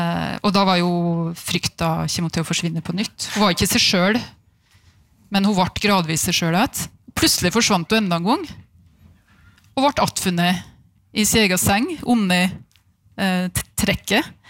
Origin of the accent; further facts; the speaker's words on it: Vinstra, Innlandet, Norway; Kvam-området og Vinstra der jeg er fra.